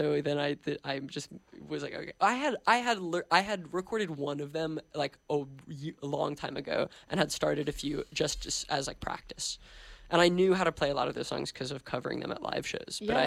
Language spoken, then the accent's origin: English; Chicago, Illinois, United States; Yeah, she, like, went to Columbia, which was very exotic to me as a Chicagoan.